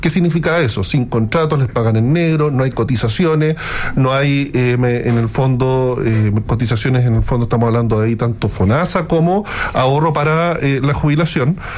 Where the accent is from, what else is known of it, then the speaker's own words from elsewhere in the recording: Punta Arenas, Magallanes, Chile; born there; Yo también nací en Punta Arenas.